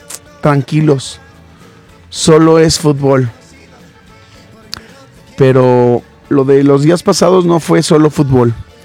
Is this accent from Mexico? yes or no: yes; Mexico; Si no tienen nada bueno que decir de México, mejor no digan nada. Nacimos en esta tierra.